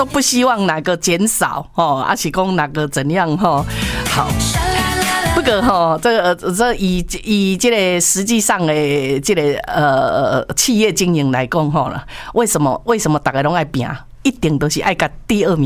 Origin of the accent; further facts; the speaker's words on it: Taiwan; 我们台湾人